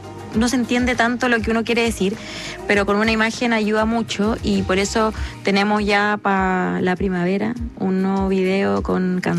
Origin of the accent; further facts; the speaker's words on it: Norte Grande, Chile; Yo soy nortina, no soy norteña, porque muchas veces he escuchado que la gente dice, no, la gente norteña. No, soy nortina